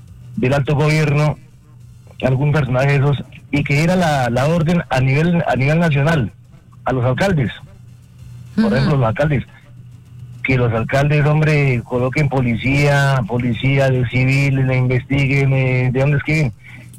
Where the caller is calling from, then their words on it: Sogamoso, Boyacá, Colombia; aquí de Sogamoso.